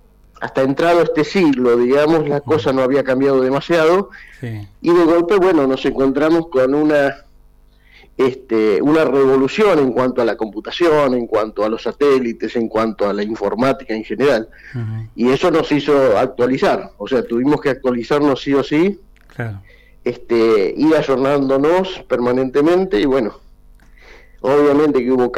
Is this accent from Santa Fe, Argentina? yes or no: no; Buenos Aires, Argentina; born there; moved away; Yo nací en Capital, en Capital Federal. Y me vine acá en el año 86, así que se cumplen 40 años.